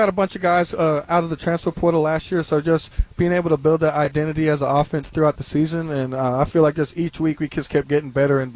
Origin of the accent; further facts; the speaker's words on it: Houston, Texas, United States; come back and play in my hometown